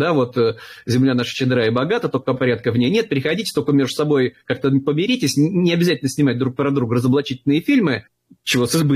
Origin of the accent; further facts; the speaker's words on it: Moscow, Russia; будем решать мы в Москве, мы москвичи